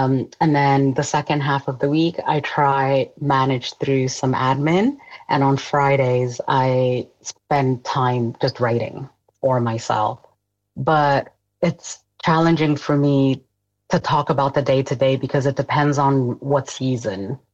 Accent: South Africa; also born or lived in East Germany / Zambia / Iraq / Canada; I am a South African who was born in East Germany, a country that doesn't exist anymore. And I grew up across Zambia, Iraq, Canada, and here in South Africa.

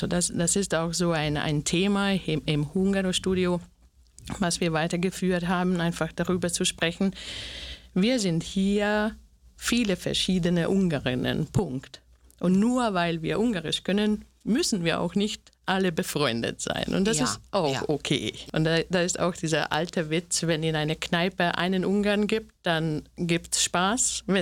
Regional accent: Slovakia; now in Linz, Austria; Ich komme auch aus der Slowakei. Ja, also ich bin auch eine Minderheit. Ich kenne dieses Minderheitsgefühl auch in Österreich.

